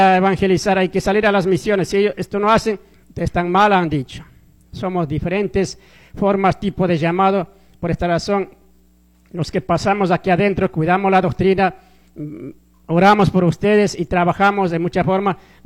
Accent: Ecuador; mi Ecuador

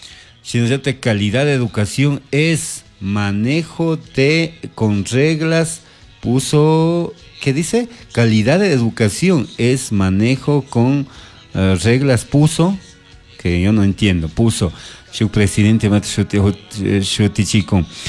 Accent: Colta, Chimborazo, Ecuador; Nosotros somos de Ecuador, de país de Ecuador, de provincia de Chimborazo, de una comunidad San Gisel Alto, parroquia Columbe, Cantón Colta, como dije, provincia de Chimborazo. Somos de gente indígena

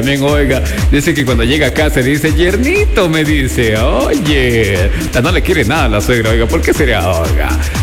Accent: Ecuador; Así somos los ecuatorianos.

